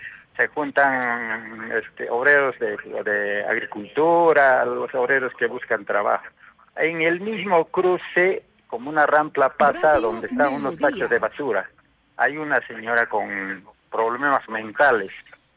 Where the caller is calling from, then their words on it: Arequipa, Peru; Yo soy poblador de Cono Norte, margen derecho de Cerro Colorado.